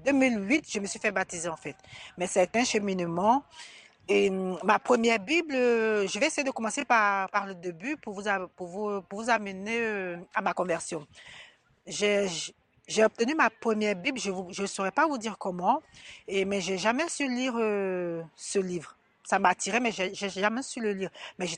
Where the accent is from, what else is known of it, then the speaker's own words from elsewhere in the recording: Côte d’Ivoire; je suis originaire de la Côte d'Ivoire